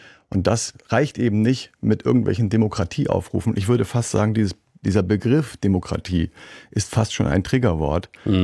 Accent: West Germany, Germany; das ist etwas, was für mich als Westdeutscher ein sehr großes Learning war in den letzten Jahren.

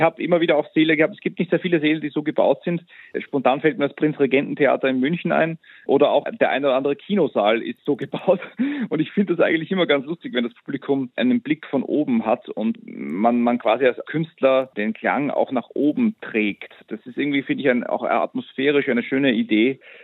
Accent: Vienna area, Austria; Ich denke da auch oft, auch in meiner Heimat rund um Wien gibt es das wunderbare Festival Grafeneck

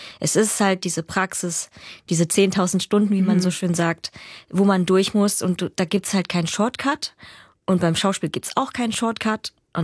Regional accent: Chemnitz, Saxony, Germany; Da freue ich mich auch schon sehr drauf, weil das ja mein Heimatort ist und ein bisschen besonders natürlich auch, ne?

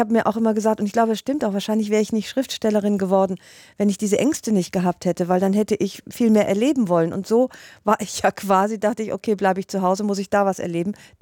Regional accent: Rhineland, Germany; also born or lived in Hungary; weil ich bin ja Rheinländerin und Ungarin

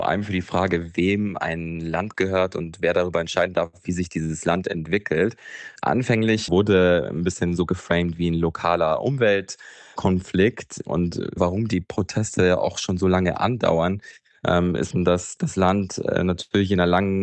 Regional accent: Germany; Genau, ich bin in Deutschland geboren und auch aufgewachsen

